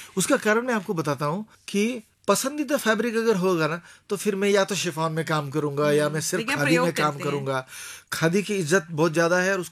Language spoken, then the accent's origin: Hindi; Maharashtra, India; और मैं खास करके महाराष्ट्र में बड़ा हुआ पला हुआ, तो वहां पर मुझे अभंग में काफी रुचि रही है।